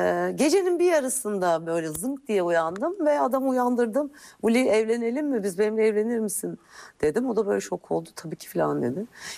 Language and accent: Turkish; Malatya, Turkey; İyi ki diyorum çıkmışım ama iyi ki de orada Malatya'da doğmuşum. İyi ki orada kayısı yiyerek, beynime fosfor göndererek büyümüşüm.